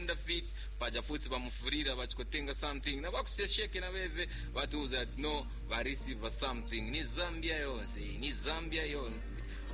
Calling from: Winnipeg, Manitoba, Canada; I'm calling you from Winnipeg.

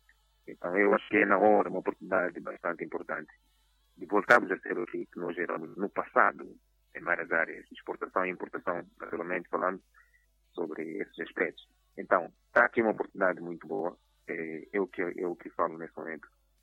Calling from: Nampula, Mozambique; Falo do Moedir, Nampula.

